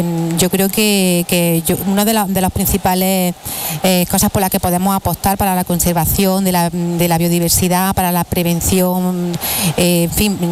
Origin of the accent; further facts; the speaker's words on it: Lopera, Andalusia, Spain; en mi pueblo, por ejemplo, un pueblo de pequeño como el Opera, hay una sociedad de caza y hay también otra de galgo. O sea que es algo que está muy arraigado en la provincia de Jaén.